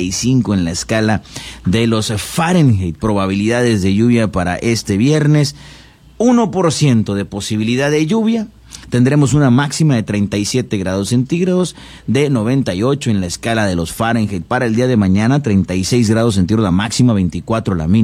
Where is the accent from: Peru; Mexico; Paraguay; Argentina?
Mexico